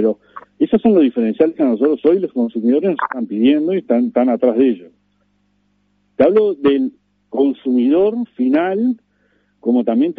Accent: Uruguay; nosotros como uruguayos

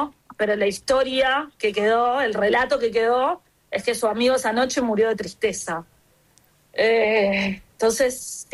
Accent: Uruguay; yo cada vez que digo soy de Uruguay

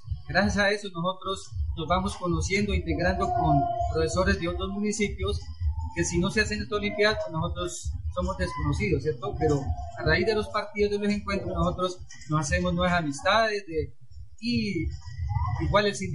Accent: Balboa, Cauca, Colombia; soy oriundo de Balboa.

